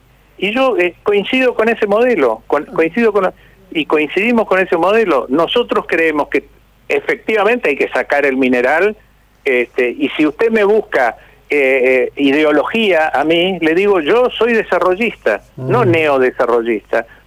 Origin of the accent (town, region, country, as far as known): Argentina